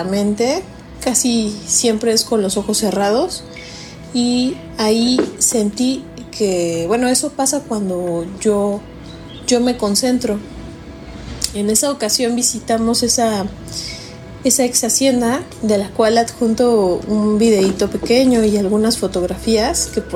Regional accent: Cuautitlán Izcalli, State of Mexico, Mexico; soy de Cuautitlán Izcalli.

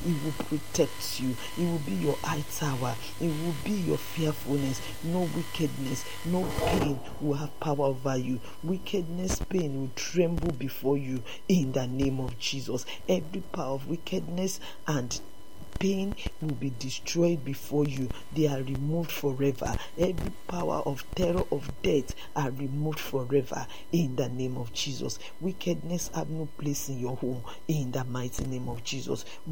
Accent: Nigeria

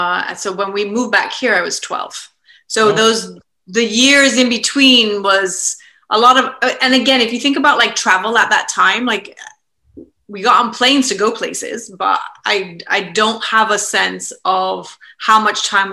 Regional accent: London, United Kingdom; born there; moved away as an adult; also born or lived in South Florida, United States / Washington DC, United States; I was born here in London, which is where I am now. I'll go back to the childhood piece, but I left here when I was 18 and moved to America in 1987. And I started off in South Florida and then went to college.

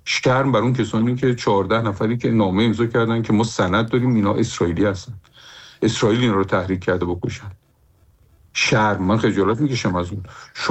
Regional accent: Iran; moved away; همه ما ایرانی هستیم،

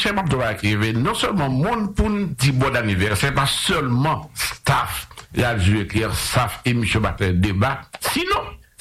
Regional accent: Haiti; Je ne suis pas diaspora, je suis haïtien.

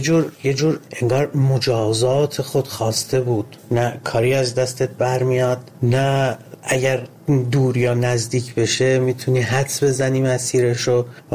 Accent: Ahvaz, Khuzestan, Iran; born or raised there

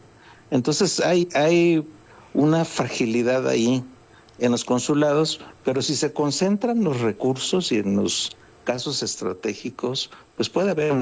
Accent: Mexico; el 80% somos mexicanos

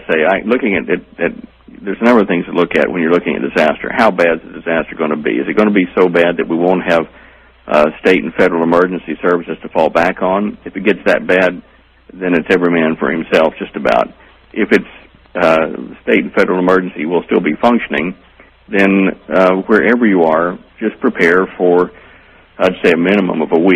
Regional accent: Dallas, Texas, United States; I'm from Dallas originally, ma'am.

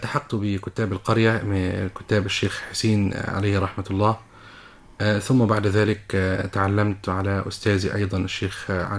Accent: Faqous, Sharqia Governorate, Egypt; من مركز فاؤوس محافظة الشرقية.

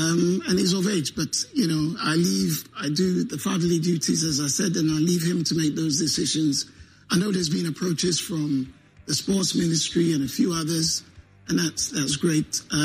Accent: Ghana; we're Ghanaian, of course, so he loves Ghana

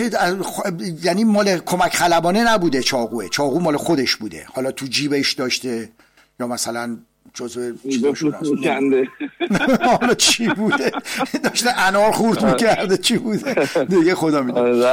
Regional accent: Iran; خب حالا که صحبت وطنمون و عزیزان و همه میهندوستان و عزیزان و مردم ایران و اینا شد

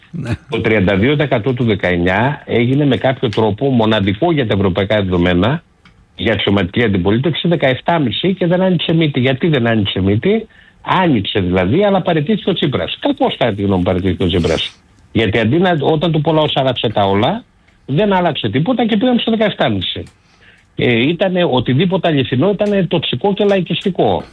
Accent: Amaliada, Western Greece, Greece; όπως λέμε στο χωριό μου στην Αμαλιάδα

